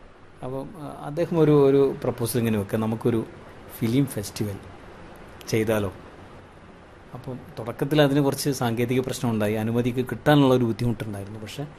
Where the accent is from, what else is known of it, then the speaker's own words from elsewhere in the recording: Kozhikode, Kerala, India; moved away; കോഴിക്കോട് ജനിച്ചു വളർന്ന ഒരാളാണെങ്കിലും